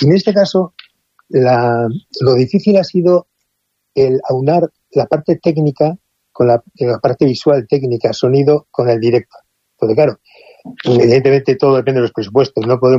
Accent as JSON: {"language": "Spanish", "town": "Bilbao", "region": "Basque Country", "country": "Spain", "said": "yo soy de Bilbao"}